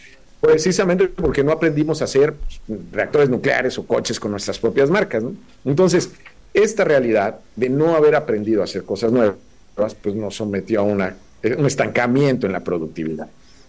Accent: Mexico

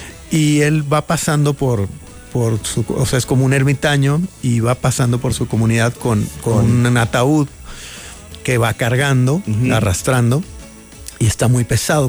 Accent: Guadalajara, Jalisco, Mexico; Yo soy de Guadalajara.

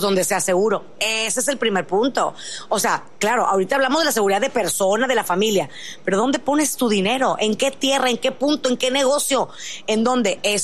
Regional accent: Monterrey, Nuevo León, Mexico; soy de Monterrey, vivo en un acelerín total

